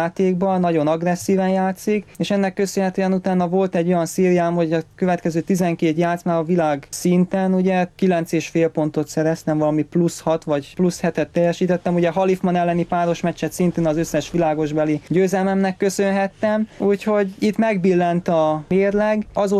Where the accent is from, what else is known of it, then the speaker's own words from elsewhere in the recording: Szeged, Csongrád-Csanád, Hungary; also born or lived in Kecskemét; now in Budapest, Hungary; A legnagyobb oka az az volt, hogy Szegedről jöttem, ugye a családom ott volt, de viszont ott nem volt megfelelő sakkör